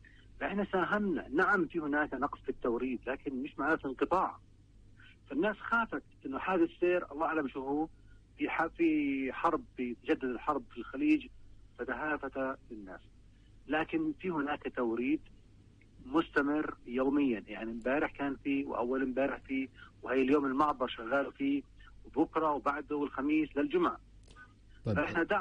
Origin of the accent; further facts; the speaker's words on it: Palestine; في عندنا مشاكل فعلا إحنا كشعب فلسطيني بسبب الخنق الاقتصادي من الاحتلال.